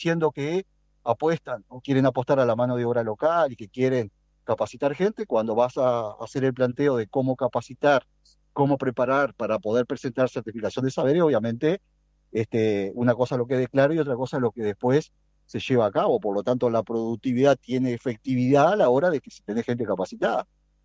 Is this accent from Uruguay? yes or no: yes; Uruguay